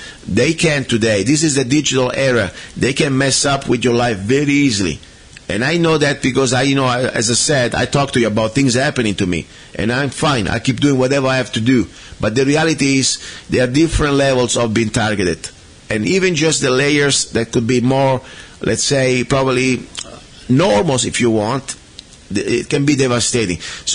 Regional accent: Italy; now in United States; If you don't like the way it is, go back to Italy. You know what? First of all, I'm an American now.

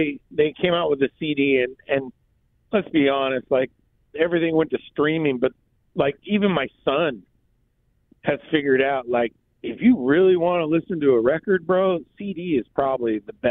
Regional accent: Oregon, United States; born there; I grew up around Burning Man people, bro. I'm in Oregon.

